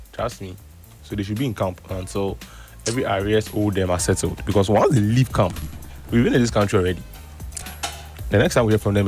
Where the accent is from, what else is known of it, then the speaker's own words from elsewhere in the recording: Ghana; as a Ghanaian, I'll be excited.